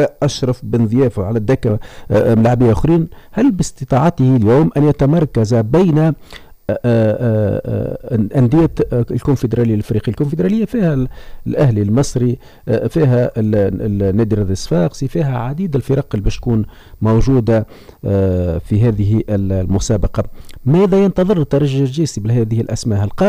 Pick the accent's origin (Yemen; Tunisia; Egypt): Tunisia; احنا عندنا في تونس